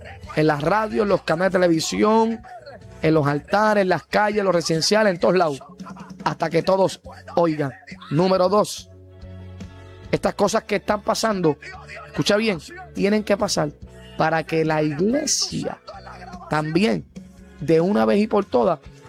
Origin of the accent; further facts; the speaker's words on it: Puerto Rico; Pero yo, como puertorriqueño